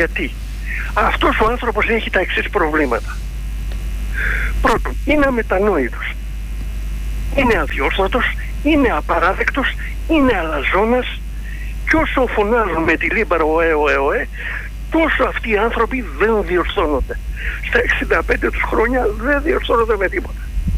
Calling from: Attica, Greece; από τα Βόρεια Προάστια.

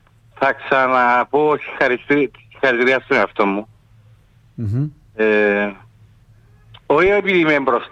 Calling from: Limassol, Limassol District, Cyprus; Όχι, είμαι από τη Λεμεσόν

